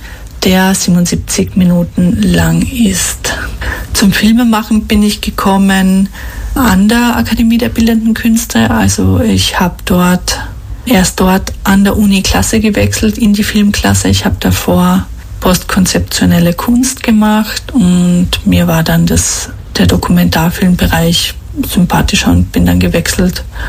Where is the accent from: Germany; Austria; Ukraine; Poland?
Austria; Ludmannsdorf, Carinthia; moved away as an adult; now in Vienna, Austria; Ich bin aus Kärnten, also geboren in Kärnten und aufgewachsen in Ludmannsdorf im Rosenthal. Lebe nun seit 16 Jahren in Wien